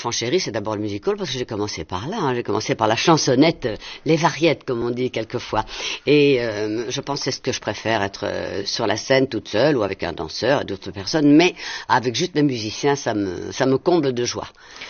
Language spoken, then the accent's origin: French; Brussels, Brussels-Capital Region, Belgium; moved away as an adult; je suis née à Bruxelles, je suis une bonne bruxelloise